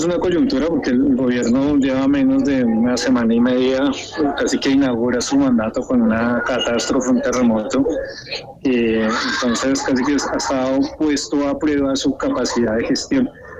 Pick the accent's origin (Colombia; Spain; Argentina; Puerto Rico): Colombia; como colombianos, independiente de derecha e izquierda, hay que salir a ayudar, a apoyar